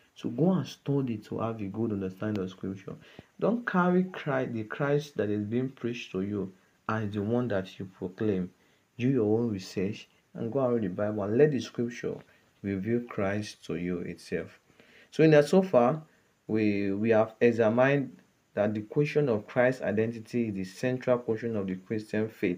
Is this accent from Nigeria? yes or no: yes; Okada, Edo, Nigeria; from Okada Town, Nigeria.